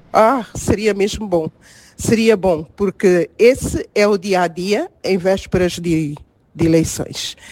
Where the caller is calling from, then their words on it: Angola; Sou angolana